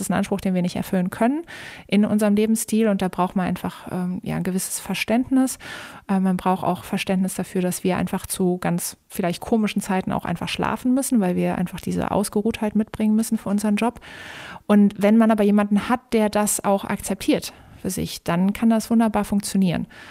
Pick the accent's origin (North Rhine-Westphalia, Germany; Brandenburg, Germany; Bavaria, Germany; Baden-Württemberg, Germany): North Rhine-Westphalia, Germany; Cologne; Ich persönlich komme aus dem Rheinland, ich komme aus Köln. Köln ist für mich meine absolute Heimat, mein Zuhause und meine Traumstadt.